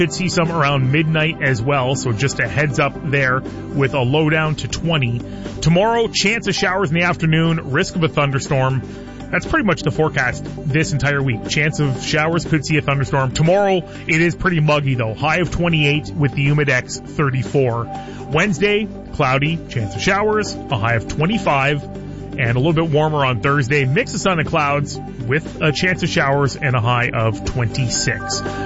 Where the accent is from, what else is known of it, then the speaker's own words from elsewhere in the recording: Ireland; The gift of gab, I'm Irish, I kissed the Blarney Stone.